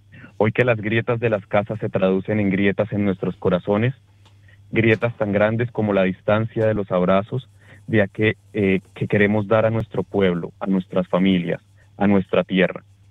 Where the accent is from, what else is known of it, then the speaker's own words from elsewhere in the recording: Colombia; now in Australia; yo, ante todo, soy colombiano, vengo de esta hermosa tierra que se ha visto muy golpeada